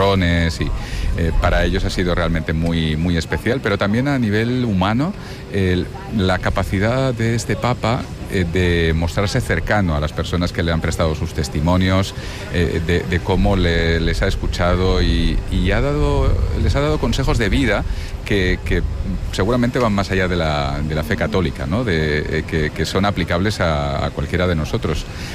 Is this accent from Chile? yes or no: no; Barcelona, Catalonia, Spain; como barcelonés, el momento, el espectáculo de la Sagrada Familia fue ciertamente impresionante